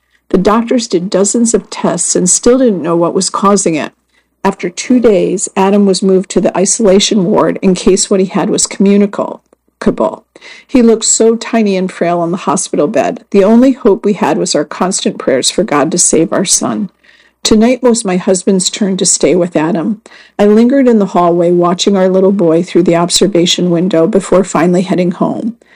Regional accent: England, United Kingdom; All of that can be found in the history books I read as a child growing up in England.

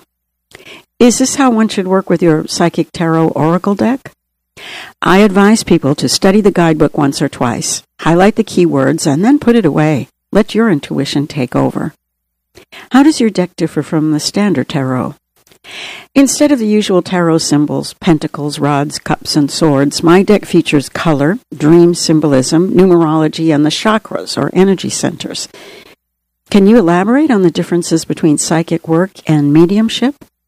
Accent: Boston, Massachusetts, United States; born or raised there

